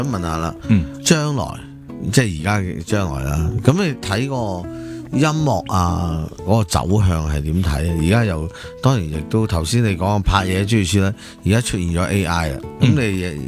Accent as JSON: {"language": "Cantonese", "country": "Hong Kong", "said": "我香港人嘅好多人都系贪快嘅。"}